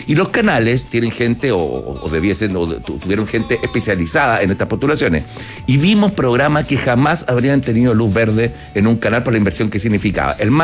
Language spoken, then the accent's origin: Spanish; Chile